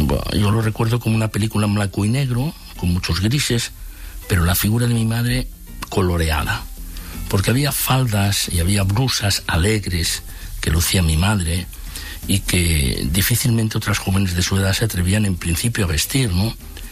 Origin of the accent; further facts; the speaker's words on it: Campo Real, Community of Madrid, Spain; era como una actriz real en color en aquella película en blanco y negro que se rodaba cada día en mi pueblo, en Campo Real.